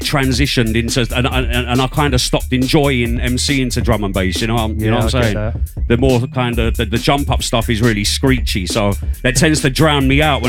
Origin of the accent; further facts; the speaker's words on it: Romford, London, United Kingdom; I grew up in Romford